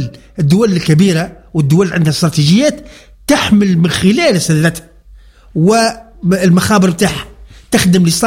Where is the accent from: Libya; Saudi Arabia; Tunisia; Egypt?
Tunisia; عندنا في تونس